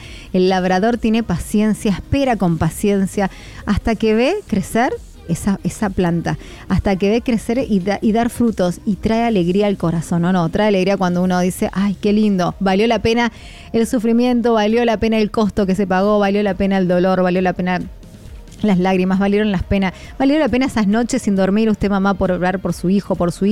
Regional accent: Mendoza, Argentina

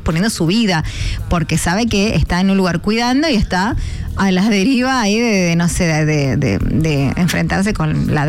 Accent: Mendoza, Argentina; los propios mendocinos, a ver, tampoco somos los gran sabiondos, vivimos en Mendoza

